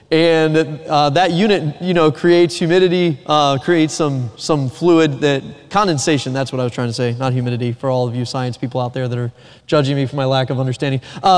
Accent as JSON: {"language": "English", "town": "Raleigh", "region": "North Carolina", "country": "United States", "tie": "born or raised there", "said": "Growing up on the East Coast in Raleigh area of North Carolina, growing up in the luscious green grass areas of the world"}